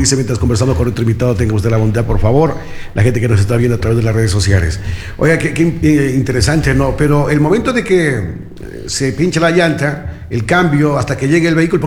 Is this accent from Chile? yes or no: no; Ecuador; hoy en el Ecuador.